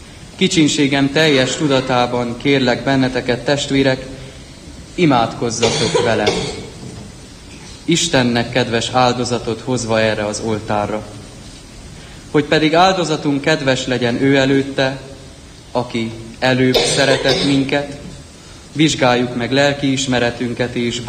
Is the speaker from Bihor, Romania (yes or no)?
no; Lövéte, Harghita, Romania; mutatom be szülőfalum negyedévezredes templomában első ünnepélyes szentmisémet, melyet felajánlok elsősorban a lövétei egyházközség híveiért.